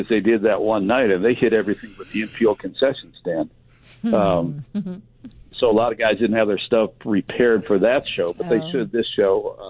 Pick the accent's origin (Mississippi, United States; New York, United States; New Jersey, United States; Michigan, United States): Michigan, United States; moved away; The racetrack I grew up at in Michigan